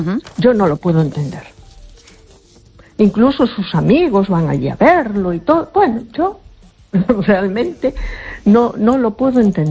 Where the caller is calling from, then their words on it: A Coruña, Galicia, Spain; de Coruña.